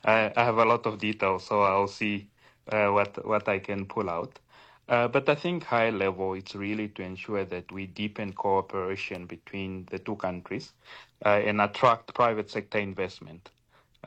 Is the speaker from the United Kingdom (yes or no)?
no; Namibia